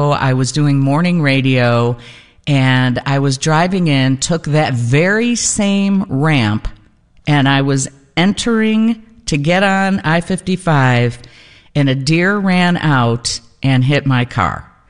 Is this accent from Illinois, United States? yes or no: yes; Chicago, Illinois, United States; I'm like, "Remember … from Chicago."